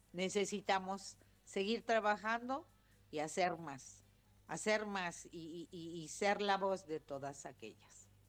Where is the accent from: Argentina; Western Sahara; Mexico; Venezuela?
Mexico